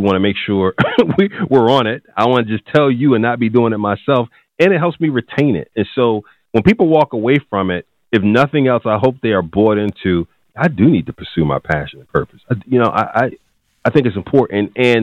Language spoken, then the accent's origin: English; Philadelphia, Pennsylvania, United States; Well, you know, North Philly was tough back then.